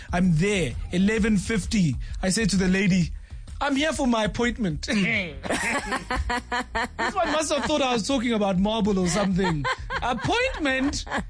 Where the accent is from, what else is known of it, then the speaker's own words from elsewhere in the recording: Durban, KwaZulu-Natal, South Africa; moved away as an adult; now in Johannesburg, South Africa; As you know, I'm from Durban.